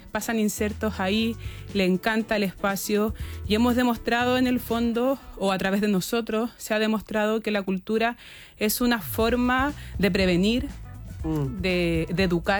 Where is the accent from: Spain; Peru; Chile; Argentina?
Chile; La Legua, Santiago Metropolitan Region; Y somos del territorio de La Legua, en el fondo.